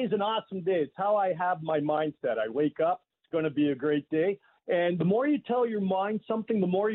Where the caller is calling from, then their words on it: Mississauga, Ontario, Canada; Mississauga.